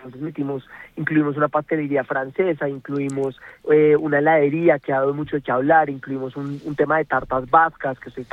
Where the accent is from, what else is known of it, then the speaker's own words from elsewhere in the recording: Colombia; Nosotros al final pues somos colombianos, nos mueve mucho como todo lo que sea nuestro.